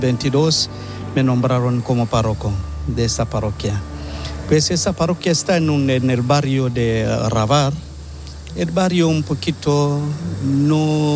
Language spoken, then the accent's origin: Spanish; Njombe, Tanzania; moved away as an adult; now in Barcelona, Spain; Soy de Tanzania, de la diócesis de Njombe, entre la orden San Agustín desde el año 1981. Me profesé como agustino el año 1989.